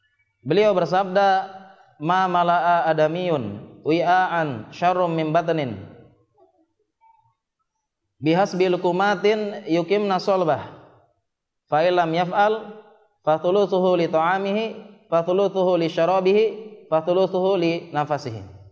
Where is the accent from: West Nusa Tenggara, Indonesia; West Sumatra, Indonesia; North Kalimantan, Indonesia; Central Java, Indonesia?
West Nusa Tenggara, Indonesia; Lombok; moved away; Ke Lombok, tempat dasar daerah asal saya.